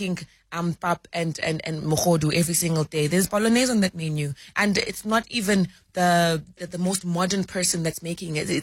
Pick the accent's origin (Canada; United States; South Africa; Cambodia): South Africa; You know, we South Africans can cook. We love good food